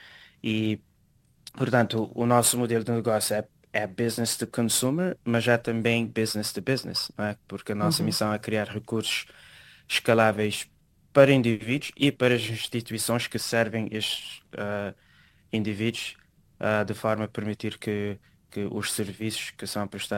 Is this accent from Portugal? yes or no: no; Sal Island, Sal, Cape Verde; moved away as an adult; now in United States; E eu sou da Ilha do Sal.